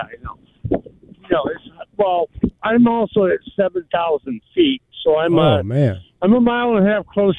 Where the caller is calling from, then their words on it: Wyoming, United States; up in Elk Plain, Wyoming. Yeah, I got a Colorado number because Hazi at Verizon couldn't understand my accent when I gave him my zip code in Wyoming.